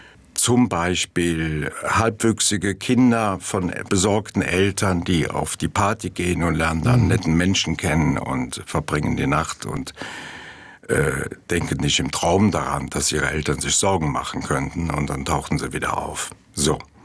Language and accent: German; Mayen, Rhineland-Palatinate, Germany; born there; Mayen, Eifel, meine Geburtsstadt.